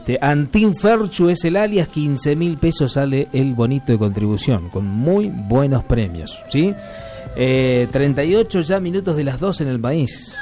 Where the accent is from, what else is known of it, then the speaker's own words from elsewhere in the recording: Argentina; Si no sufrimos, no somos argentinos.